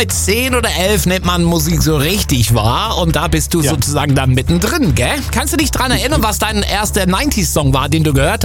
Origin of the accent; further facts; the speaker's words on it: Bremen, Germany; born there; ich bin in Bremen zur Schule gegangen, deswegen kenne ich mich da ein bisschen aus.